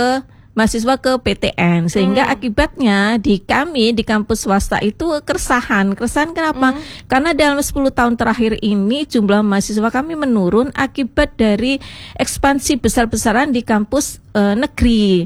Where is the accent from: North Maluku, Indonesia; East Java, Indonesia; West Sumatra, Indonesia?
East Java, Indonesia; Surabaya; saya orang Surabaya juga ya.